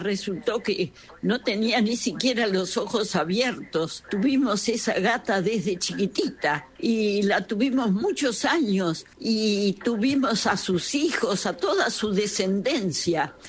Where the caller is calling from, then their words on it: Buenos Aires, Argentina; de Belgrano R